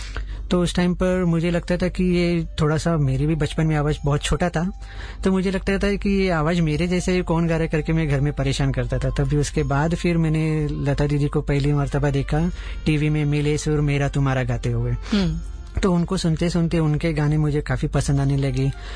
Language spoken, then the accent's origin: Hindi; Mumbai, Maharashtra, India; तो मेरा बचपन सब मुंबई में हुआ, मेरे परिवार